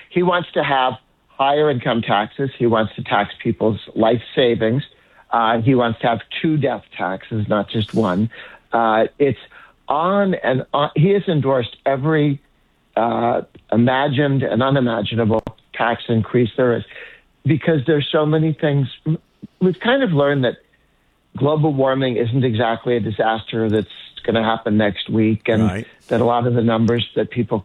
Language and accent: English; Massachusetts, United States; So does Massachusetts, my home state.